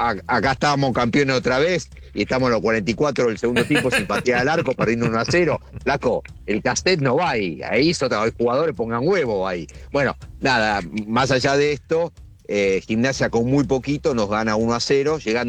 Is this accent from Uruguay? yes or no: yes; Uruguay; A veces hay que decir que somos uruguayos, por la duda, porque si te ven con la camiseta argentina